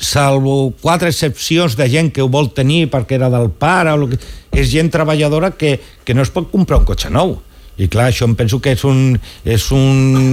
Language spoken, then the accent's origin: Catalan; Catalonia, Spain; per mi que sóc català